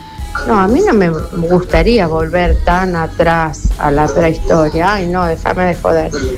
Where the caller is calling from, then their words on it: Junín, Argentina; soy de Junín.